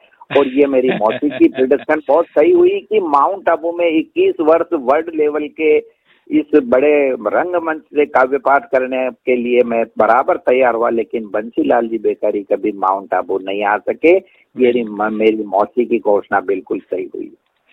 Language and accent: Hindi; Hamirgarh, Rajasthan, India; born or raised there